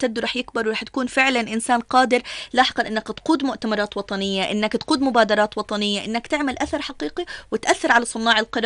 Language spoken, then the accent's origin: Arabic; Jordan; إحنا كشباب أردني وكشباب عرب